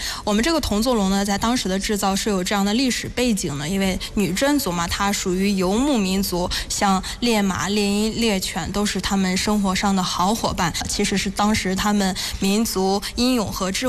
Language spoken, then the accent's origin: Chinese; China